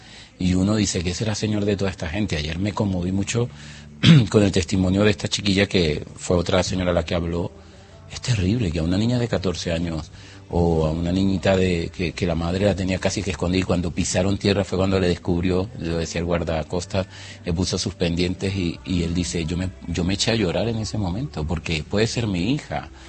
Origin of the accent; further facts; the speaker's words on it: Venezuela; no, soy de Venezuela, vivo aquí en este momento